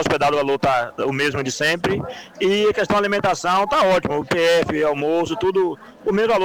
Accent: Nilo Peçanha, Bahia, Brazil; Eu sou natural de Nilo Peçanha, mas vim com a Romaria de Piraí do Norte.

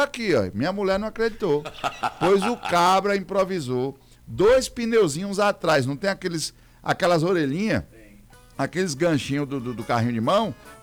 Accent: Bahia, Brazil; eu sou baiano, eu posso falar.

